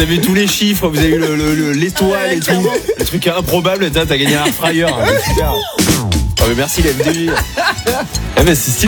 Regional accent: Mont-de-Marsan, Nouvelle-Aquitaine, France; moi, je suis de Mont-Marsan, Aurélie, c'est pour ça que je connais bien.

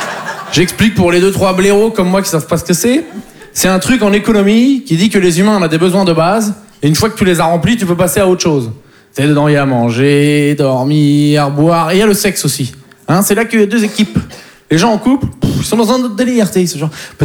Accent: Poitiers, Nouvelle-Aquitaine, France; Mais bon, en plus, je viens de Poitiers, donc il faut s'occuper. Hein. Tu peux pas aller au Futuroscope 5 fois par semaine, quoi.

